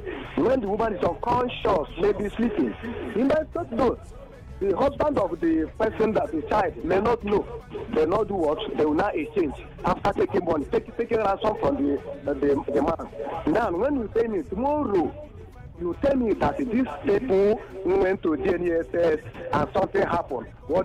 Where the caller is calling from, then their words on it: Rivers, Nigeria; Yes, I'm speaking from Marine Base.